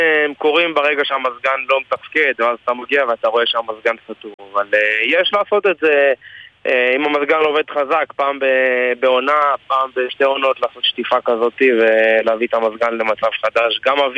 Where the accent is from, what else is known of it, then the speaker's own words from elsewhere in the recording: Southern District, Israel; אני במקרה מהדרום, אז בכלל, מקיבוץ